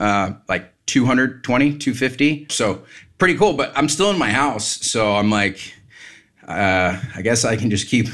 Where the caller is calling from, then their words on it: Cardiff by the Sea, California, United States; I am calling from Cardiff by the Sea, California. It's a small little beach town here in North County, San Diego.